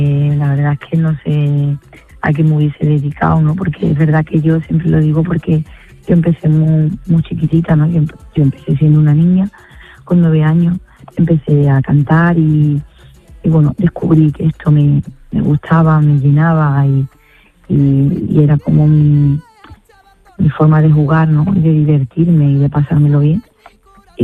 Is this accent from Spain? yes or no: yes; Spain